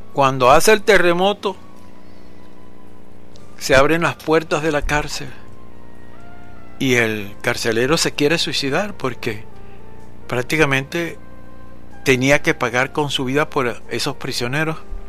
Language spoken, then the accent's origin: Spanish; Carúpano, Sucre, Venezuela; Yo me crié en Carúpano. Y era Casanay. La carretera era de tierra y no había transporte como ahora.